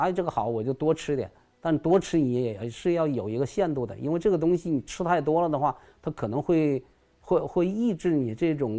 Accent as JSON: {"language": "Chinese", "region": "Hunan", "country": "China", "said": "我们湖南人喜欢吃辣的啊，这个是都知道的。"}